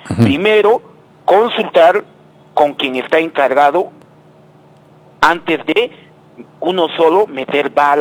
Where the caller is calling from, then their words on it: Peru; como comunidad peruana